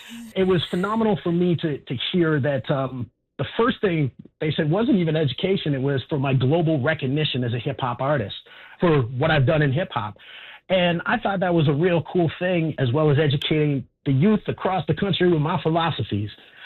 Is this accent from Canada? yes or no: yes; Canada; it really means a lot to me as a Canadian.